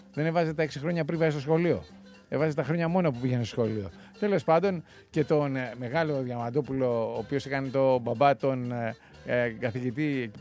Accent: Central Macedonia, Greece; Πάνε που λένε Θεσσαλονίκη, γιατί έρχομαι από Χαλκιδική και έχω πάρει και το αξάν, έτσι.

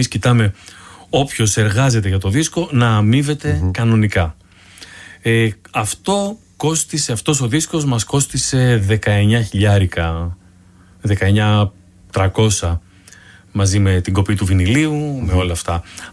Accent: Igoumenitsa, Epirus, Greece; Συνειδητοποίησα την καταγωγή μου, επειδή είμαι από την Ιγουμενίτσα. Τα μισά που έλεγαν τα καταλάβαινα, γιατί μιλάνε αρβανίτικα. Μιλούσαν αρβανίτικα πιο παλιά στην Οικουμενίτσα.

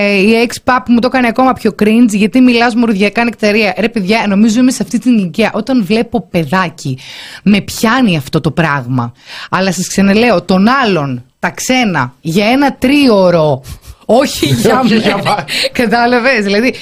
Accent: Athens, Attica, Greece; επειδή και εγώ είμαι θεία από την Αθήνα, και εγώ χαίρομαι όταν έχω ανίψια.

